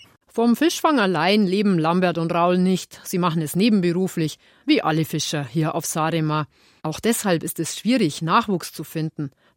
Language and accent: German; Tegernsee, Bavaria, Germany; Deutsch hat sie als junge Frau in meiner Heimat am Tegernsee gelernt.